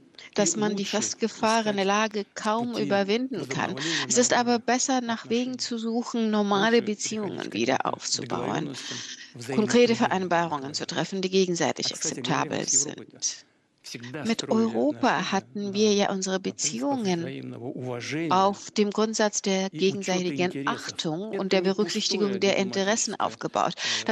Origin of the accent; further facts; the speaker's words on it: Saint Petersburg, Russia; Ich stamme aus St. Petersburg und das ist die kulturelle Hauptstadt Russlands